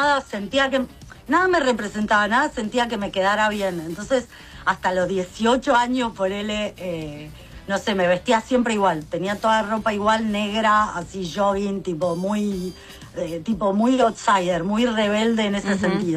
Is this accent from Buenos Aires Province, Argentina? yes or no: no; Guaymallén, Mendoza, Argentina; moved away as an adult; now in Buenos Aires, Argentina; Aparte yo vengo de Guaymallén, Mendoza, uh-huh. que es un lugar que ahora es otra cosa, pero en esa época, cuando yo era chica